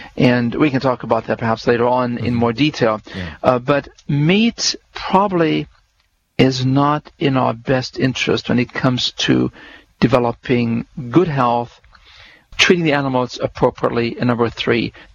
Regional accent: Germany; When I grew up in Germany and spent some time as a child on my grandfather's little farm, the cows would usually hang around for 20 years.

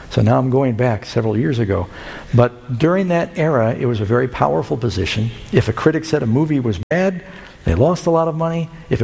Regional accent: New York City, New York, United States; born there; also born or lived in Burbank, California; Now, I grew up mostly in New York City. I'm born in Southern California, in Burbank. I grew up, Mom moved to New York City after she divorced Dad.

